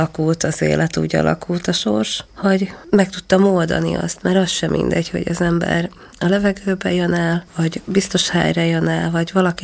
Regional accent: Berehove, Zakarpattia Oblast, Ukraine; first language Hungarian; moved away as an adult; now in Hungary; megszenvedtem én a szülőhazámat. Én azt gondolom, hogy én megéltem, és megélem a mai napig azt, hogy én kárpátaljai vagyok, és talán az ember 37 évig él valahol, nem leszek soha máshonnai, mindig Beregszászi leszek.

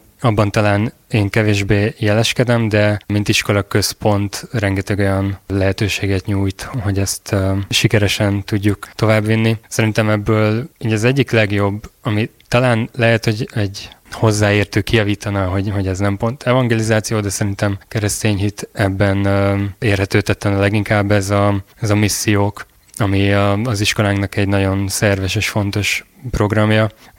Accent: Transylvania, Romania; Ez egy kisvárosnak egy kis iskolája, Székelykeresztúron, ráadásul Erdélyből származom.

